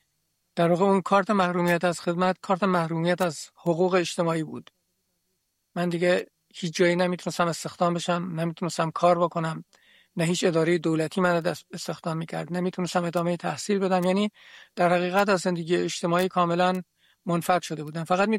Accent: Kermanshah, Iran; در شهرستان کرمانشاه به دنیا آمدم، در همونجا درس خواندم، دیپلمم رو در همون شهر گرفتم.

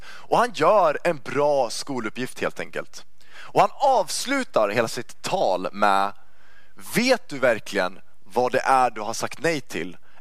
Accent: Uppsala, Uppsala County, Sweden; also born or lived in Stockholm; där jag kommer från, Uppsala.

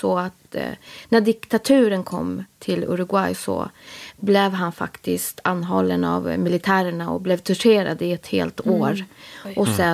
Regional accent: Haninge, Stockholm County, Sweden; född och uppvuxen i Stockholm i södra sidan, Jordbro, Haninge.

